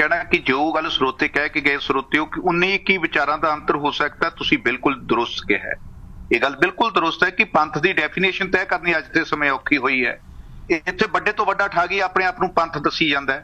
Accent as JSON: {"language": "Punjabi", "region": "Punjab", "country": "India", "said": "ਅਸੀਂ ਪੰਜਾਬ ਦੇ ਲੋਕ ਹੈ, ਪੰਜਾਬ ਦੇ ਵਸ਼ਿੰਦੇ ਹੈ"}